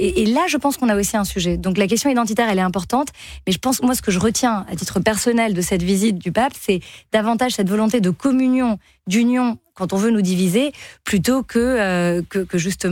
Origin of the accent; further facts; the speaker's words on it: France; Moi, je vais vous dire, moi, je suis 100% française. Pourtant, j'ai une mère dominicaine, pourtant j'ai grandi dans les Caraïbes